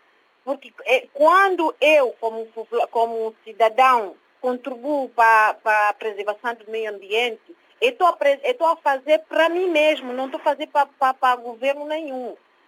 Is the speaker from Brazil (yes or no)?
no; São Tomé & Príncipe; now in Portugal; a Agostinho Neto, que é uma roça que eu conheço, onde eu cresci, onde eu vivi.